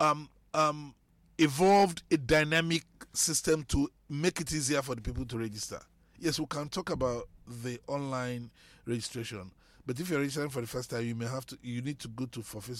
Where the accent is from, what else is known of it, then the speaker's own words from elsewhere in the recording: Nigeria; I am a Nigerian